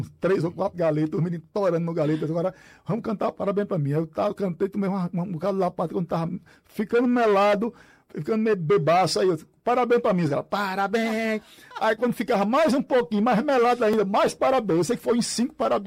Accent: Floresta do Navio, Pernambuco, Brazil; born there; now in Tacaratu, Brazil; nasci em Floresta do Navio. E fui adotado por Tacaratu, que é a cidade do meu coração, a cidade que eu amo muito, Tacaratu. E moro em Tacaratu praticamente.

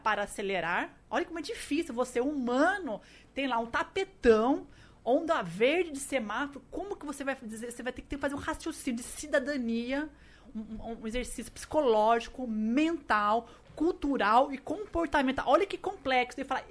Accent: Brazil; a gente é brasileiro. A gente tá morando numa cidade.

